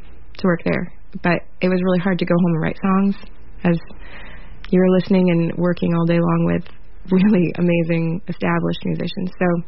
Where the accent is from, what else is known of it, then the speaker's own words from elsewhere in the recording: Proctor, Vermont, United States; moved away as an adult; now in New York City, United States; I was born and raised in Vermont.